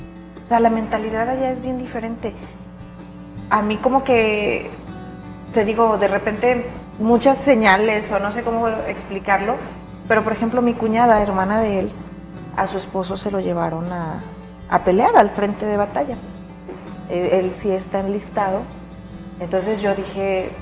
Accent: Mexico; Como toda mexicana, a lo mejor, y la idiosincrasia de acá

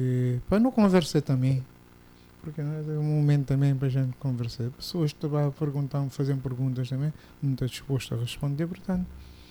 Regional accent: Sal, Cape Verde; a minha é sala, eu sou um salgadinho mais salgado do que salgado

